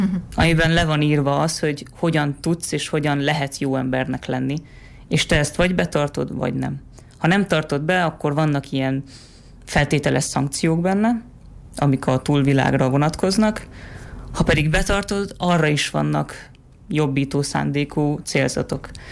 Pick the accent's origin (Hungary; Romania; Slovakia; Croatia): Hungary; de mégiscsak magyarok vagyunk. Nekem ez az alapvető gondolkodásom, egy szabad és erős Magyarország.